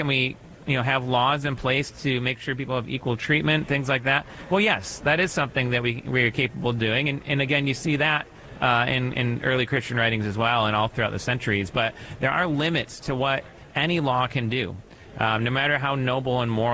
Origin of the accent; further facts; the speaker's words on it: United States; one thing I've really love about being American